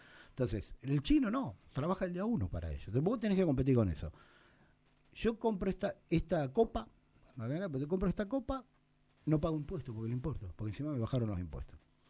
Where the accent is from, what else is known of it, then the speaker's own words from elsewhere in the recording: Argentina; hasta yo siendo argentino